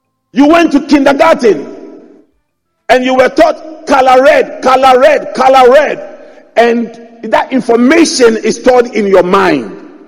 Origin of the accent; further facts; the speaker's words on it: Adabraka, Greater Accra, Ghana; But growing up in Adabraka, where most houses do not have toilets, and you wake up in the morning, and you go to the public toilets